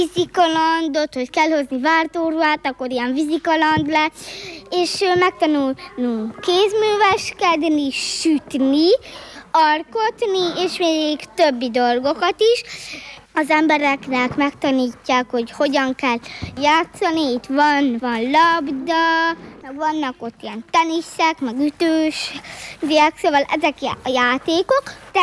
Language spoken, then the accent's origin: Hungarian; Hungary; Balázsonyiről jöttem, és ide Domonkosvájra járok iskolába, első osztályos vagyok